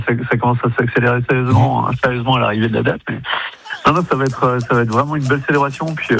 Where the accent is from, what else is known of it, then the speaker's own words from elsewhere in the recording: Auvergne-Rhône-Alpes, France; Ouais, c'est ça, on vient de la Bretagne du Sud, comme on aime le dire.